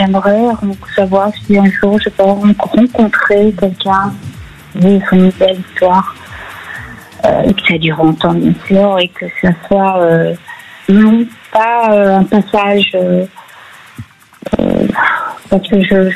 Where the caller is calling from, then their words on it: Hauts-de-France, France; Aujourd'hui j'habite à Picardie.